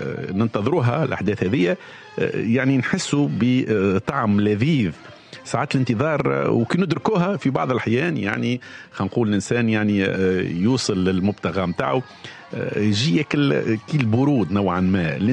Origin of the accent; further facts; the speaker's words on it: Tunisia; accent: Tunisian; لكن احنا تعودنا انه في لهجتنا التونسية نقولوا استنى